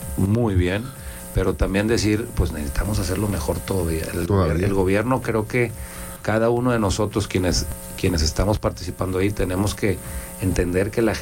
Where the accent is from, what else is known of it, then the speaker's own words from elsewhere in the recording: Monterrey, Nuevo León, Mexico; Como somos los regios echados para adelante